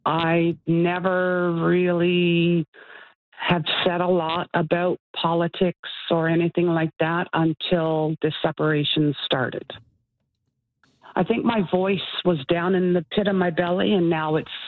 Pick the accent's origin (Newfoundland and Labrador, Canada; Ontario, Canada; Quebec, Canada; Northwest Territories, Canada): Newfoundland and Labrador, Canada; Stephenville; moved away as an adult; also born or lived in Nova Scotia / Winnipeg; now in Fort McMurray, Canada; I was born and raised in Stephenville, and I moved to Fort McMurray the 26th of June, 1988, fresh out of high school, and right straight to Fort McMurray. I left and I went to Nova Scotia. I went to Winnipeg